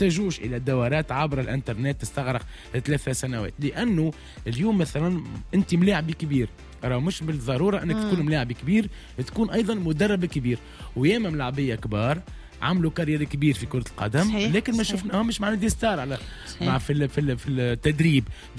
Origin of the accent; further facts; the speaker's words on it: Tunisia; راهي حاجه هذه موجوده عندنا في تونس يعمل الكاف سي والكاف بي والكاف ا